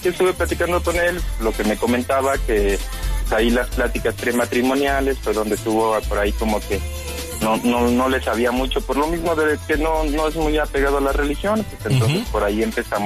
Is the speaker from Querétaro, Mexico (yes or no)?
yes; Querétaro, Mexico; Soy de aquí de Querétaro.